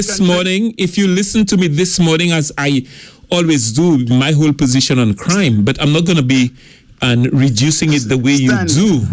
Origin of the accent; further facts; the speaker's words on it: Gros Islet, St. Lucia; I'm from Grosley.